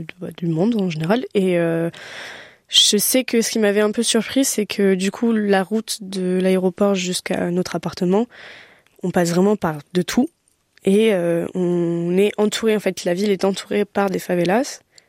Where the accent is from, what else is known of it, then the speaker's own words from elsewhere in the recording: France; je débarque, je suis française, d'origine portugaise, bon ok.